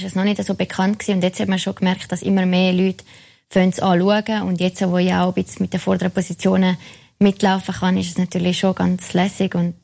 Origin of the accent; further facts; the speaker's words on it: Grisons, Switzerland; ich bin aufgewachsen in den Bündner Bergen und das sagt es auch schon für mich. Für mich sind diese Berge bedeutend für mich Heimat